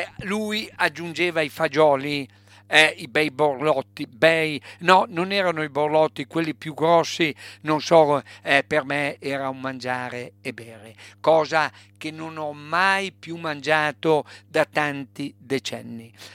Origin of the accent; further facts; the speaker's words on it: Emilia-Romagna, Italy; born there; non sono nato lì, sono nato in maternità a Salso, ma ho vissuto dal 58 in poi in quel luogo.